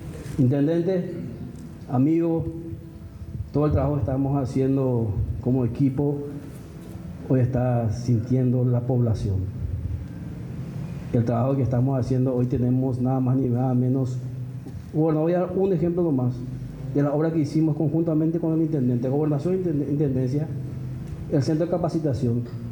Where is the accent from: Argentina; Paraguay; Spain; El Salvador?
Paraguay; Ñeembucú; quería decir el orgullo que tengo como ñeembuqueño, señor ministro, de ser ejemplo a nivel Paraguay en ese sentido.